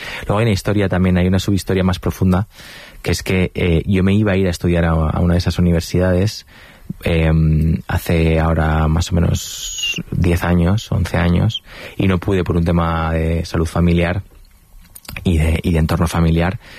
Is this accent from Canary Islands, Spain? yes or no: no; Valencian Community, Spain; Los domingos hago paellas como buen valenciano en casa